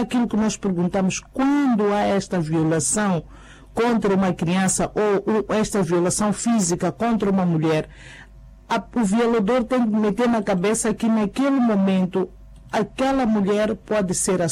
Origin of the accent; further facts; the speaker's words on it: Xidenguele, Gaza, Mozambique; born there; Por acaso, Xidenguele é onde eu nasci